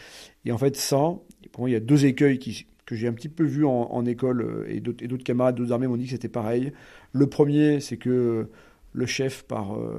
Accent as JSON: {"language": "French", "country": "France", "said": "en tant que Français"}